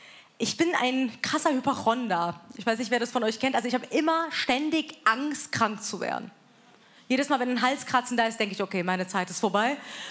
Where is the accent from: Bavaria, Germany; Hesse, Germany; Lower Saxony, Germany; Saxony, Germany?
Hesse, Germany; Wiesbaden; Da, wo ich herkomme, wird es einfach zugetackert und gut ist. Und damit meine ich nicht Iran, sondern Wiesba